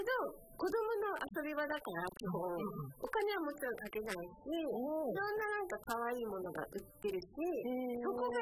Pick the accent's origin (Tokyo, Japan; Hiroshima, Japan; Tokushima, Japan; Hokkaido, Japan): Tokyo, Japan; Shinjuku; 24時間眠らない街、新宿で生まれ育ったけど